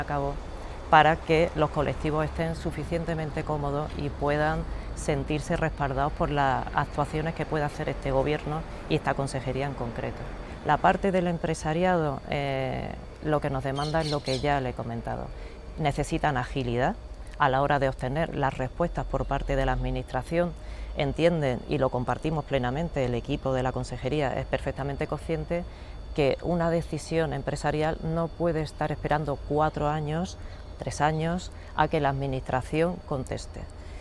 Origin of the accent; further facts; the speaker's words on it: Pozo Alcón, Andalusia, Spain; Como saben, yo soy de Jaén, soy de Pozo Alcón, soy poceña